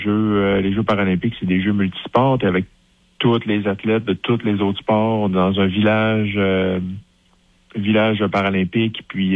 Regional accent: Quebec, Canada; je viens du Saguenay-Lac-Saint-Jean

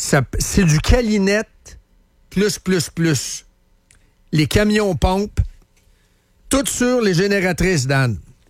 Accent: Trois-Rivières, Quebec, Canada; Moi, je le sais. Je viens de Trois-Rivières.

